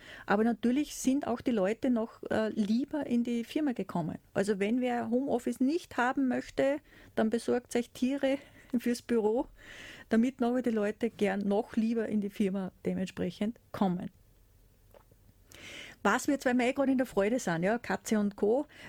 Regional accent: Austria; Da hat es auch bei uns in Österreich eine Studie gegeben

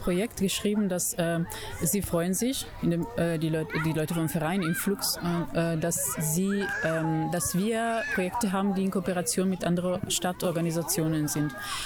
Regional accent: Italy; Wir sind alle aus verschiedenen Ländern. Ich bin aus Italien, Sonja ist aus Griechenland und Riona ist aus Korea, Südkorea.

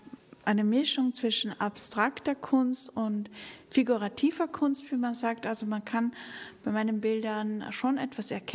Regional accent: Upper Austria, Austria; born there; now in Salzburg, Austria; Also ich bin nicht in Salzburg geboren, sondern in Oberösterreich. Aber ich lebe schon seit 30 Jahren.

